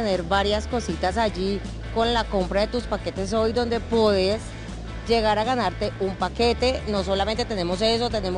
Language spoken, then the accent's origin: Spanish; Cali, Valle del Cauca, Colombia; Imagínate, de Cali.